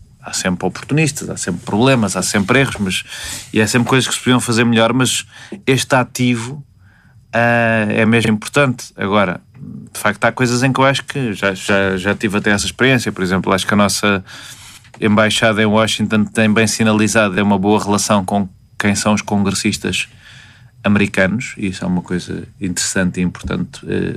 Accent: Portugal; Para nós, se calhar, não pensamos todos os dias, hein? Que somos portugueses como eles pensam.

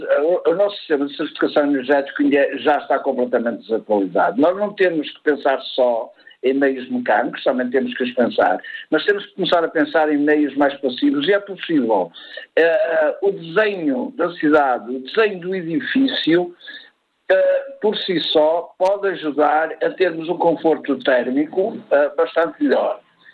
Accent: Norte, Portugal; eu sou do Norte, mas já estive em Lisboa

